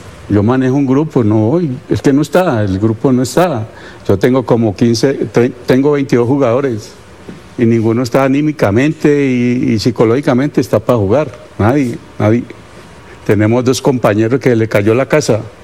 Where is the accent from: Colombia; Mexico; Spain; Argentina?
Colombia; todos tenemos que ser Colombia, que esto es Colombia, esto no es una región, somos colombianos todos